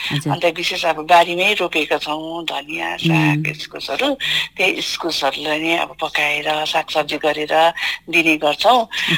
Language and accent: Nepali; West Bengal, India; मेरो मारिबुङ T street.